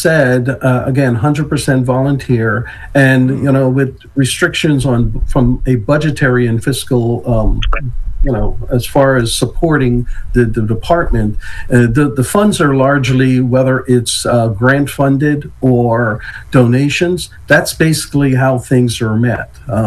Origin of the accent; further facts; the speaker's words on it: Long Island, New York, United States; moved away; also born or lived in Guyana / Philadelphia; I grew up on Long Island, New York